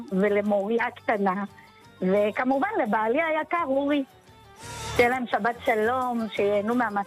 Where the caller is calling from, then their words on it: Tiberias, Northern District, Israel; אני מטבריה.